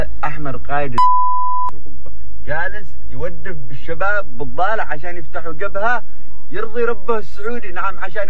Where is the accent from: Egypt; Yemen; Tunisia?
Yemen; انا كجنوبي أقولها لكم